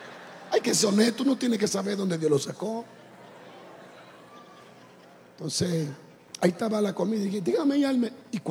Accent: San Pedro de Macorís, Dominican Republic; como dominicano tigre en ese tiempo, cristiano pero sabio

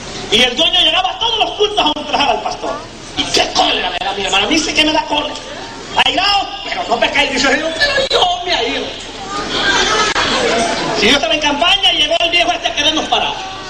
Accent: Honduras; born or raised there; moved away; also born or lived in Costa Rica

